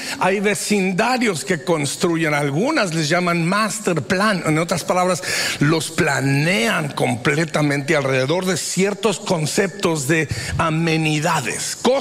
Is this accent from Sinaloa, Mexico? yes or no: no; Durango, Mexico; moved away; Yo crecí en una ciudad en el norte de México que se llama Durango.